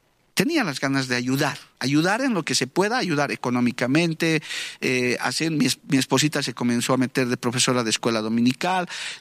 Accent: La Paz, Bolivia; mi ciudad natal, la ciudad de La Paz, en Bolivia, una ciudad muy alta, muy conocida además. Uh-huh. Y yo soy oriundo de Alía, nacido allá.

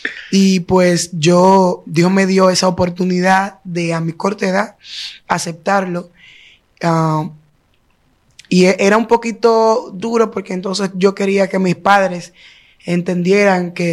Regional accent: Villa Altagracia, San Cristóbal, Dominican Republic; moved away as an adult; yo vengo de un batey de Villa Altagracia, se llama Básima. Yo crecí ahí junto a mi familia. Nunca salí de ahí hasta ahora que me casé.

